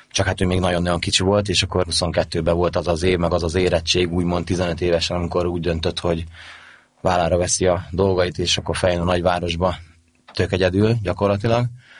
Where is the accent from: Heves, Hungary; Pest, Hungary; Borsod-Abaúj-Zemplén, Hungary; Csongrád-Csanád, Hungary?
Borsod-Abaúj-Zemplén, Hungary; Tiszaújváros; moved away as an adult; én Tiszaújvárosban nőttem fel, meg ott voltam edző